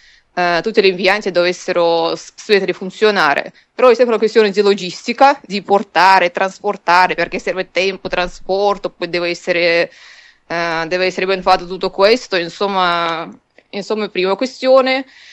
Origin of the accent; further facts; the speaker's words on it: Moscow Oblast, Russia; Italian is a second language; Ad esempio nella mia città natale, che sta nella regione di Mosca, mm-hmm.